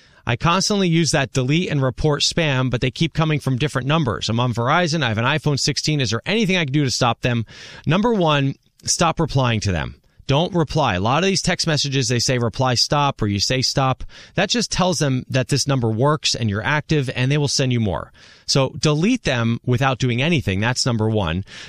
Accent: New Jersey, United States; I could see them from my street where I grew up in New Jersey

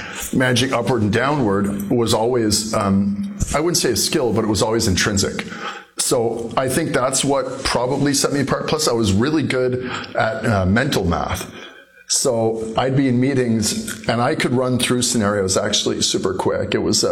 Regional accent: Edmonton, Alberta, Canada; also born or lived in Cape Breton; I was born in Cape Breton. So I was in Cape Breton until I was 8. And my father worked for, at the time, Gulf Oil. And Gulf Oil got bought by Petro-Canada. And we moved to Edmonton until I was 15.

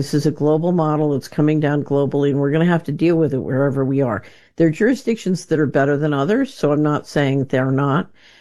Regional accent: Philadelphia, Pennsylvania, United States; I grew up in West Philadelphia.

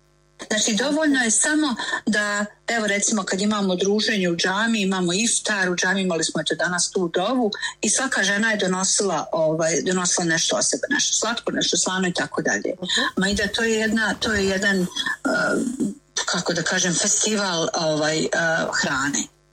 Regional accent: Bosnia & Herzegovina; ma najbolje je bilo ono kod nas u Bosni, ovi muški uveče sjede, zapale cigaru i počnu raspravljati o policiji

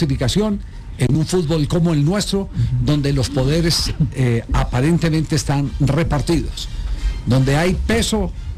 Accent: Caldas, Colombia; es frente al equipo de mi tierra

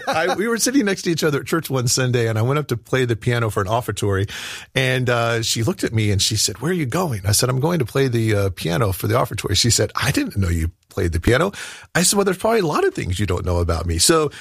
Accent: Ohio, United States; Well, I grew up in Southwest Ohio. My family moved there in 1971, and we joined a wonderful church there, Crestview Baptist Church, and I grew up there.

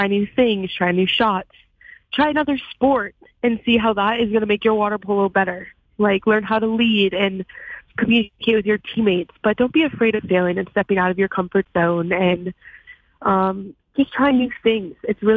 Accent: Michigan, United States; It means a lot to me to represent my home state, especially in a sport that is not a primary sport in the state of Michigan

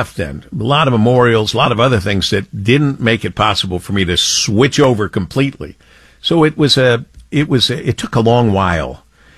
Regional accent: Monroe, Michigan, United States; moved away; also born or lived in New York / Philadelphia; I was born and raised in Monroe, Michigan, and I've never hidden that fact.

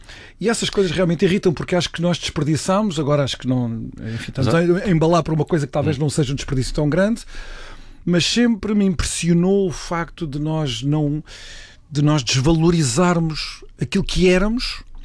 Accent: Setúbal, Portugal; moved away; eu saí de Setúbal, mas já não saiu de mim.

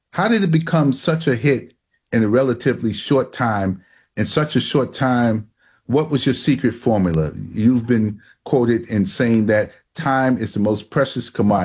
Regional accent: Brooklyn, New York, United States; Well, I grew up in Brooklyn. My father worked at the old Sydenham Hospital, which was in Harlem before it closed in 1979

